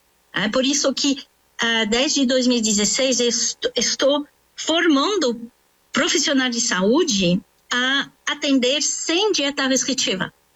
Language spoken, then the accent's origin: Portuguese; France; Portuguese is a second language; also born or lived in United States; now in Brazil